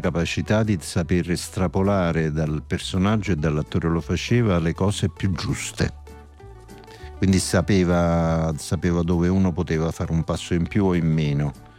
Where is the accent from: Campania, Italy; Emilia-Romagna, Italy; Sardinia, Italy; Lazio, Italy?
Campania, Italy; Naples; Io qui sono napoletano